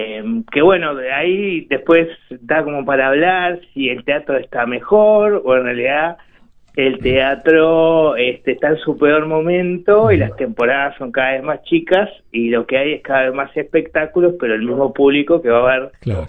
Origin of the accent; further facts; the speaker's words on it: Montevideo, Uruguay; Yo soy de Villa Española